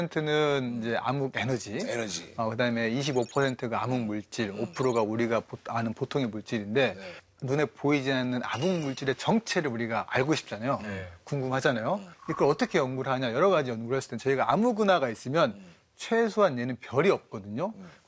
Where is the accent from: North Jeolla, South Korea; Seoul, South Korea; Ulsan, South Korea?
North Jeolla, South Korea; Okgu; 제 고향이 이제 전라북도 옥구군 대하면 복교리거든요.